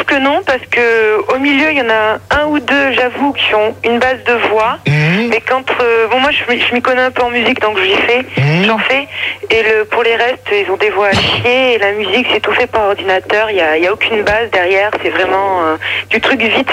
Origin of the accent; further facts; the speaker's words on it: Toulouse, Occitanie, France; Toulouse.